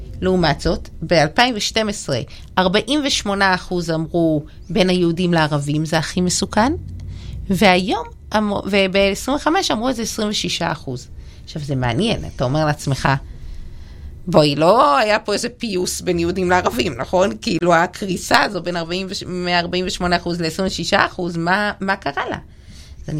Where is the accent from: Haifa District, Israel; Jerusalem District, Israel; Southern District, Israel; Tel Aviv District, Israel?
Jerusalem District, Israel; Jerusalem; אני ירושלמית, הגעתי לפה מירושלים